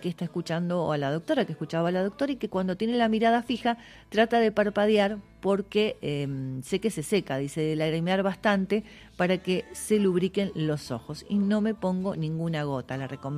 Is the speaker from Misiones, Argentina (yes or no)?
no; Mendoza, Argentina; De nuestro origen, de origen como provincia, como argentinos